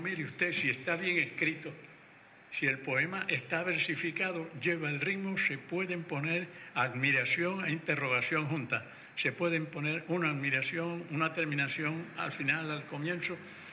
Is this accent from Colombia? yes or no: no; Maracaibo, Zulia, Venezuela; moved away as an adult; also born or lived in Barcelona; now in Spain; mis tías canarias me criaron a mí. Las primeras cosas que yo hice fueron comidas canarias. Ella tenía en la casa que nosotros vivíamos, era una casa que tenía unos 2.500, 300 metros de parcela. Porque en Maracaibo las casas se construían bien fuera